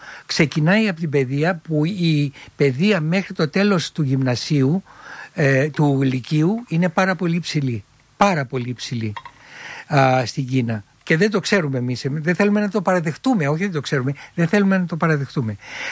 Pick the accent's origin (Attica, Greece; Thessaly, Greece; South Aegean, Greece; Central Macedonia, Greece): Attica, Greece; Filothei; γεννήθηκα στη Φιλοθέη. Γέννημα θρέμα.